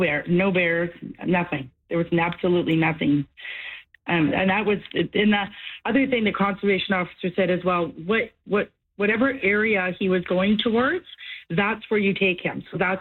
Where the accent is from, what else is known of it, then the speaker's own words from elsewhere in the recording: Vernon, British Columbia, Canada; now in Abbotsford, Canada; And I grew up in Vernon.